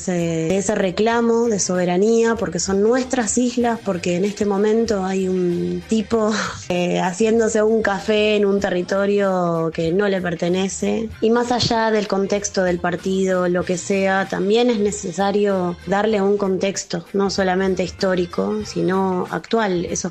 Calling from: La Matanza, Buenos Aires Province, Argentina; de La Matanza.

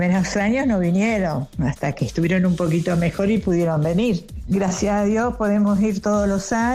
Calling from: Monte Grande, Buenos Aires Province, Argentina; de Montegrande.

